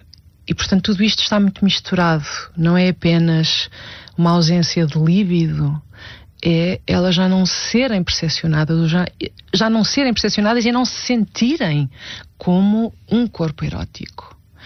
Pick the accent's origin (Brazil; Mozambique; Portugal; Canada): Portugal; Norte; also born or lived in Porto; Eu cresci no Norte, depois vivi no Porto